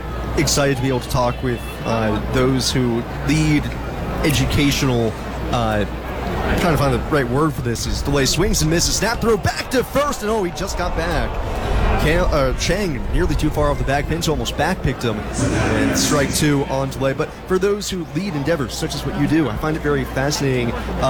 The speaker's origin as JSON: {"language": "English", "town": "Doylestown", "region": "Pennsylvania", "country": "United States", "tie": "born or raised there", "said": "So I grew up here in Pennsylvania, just down the road in Doylestown."}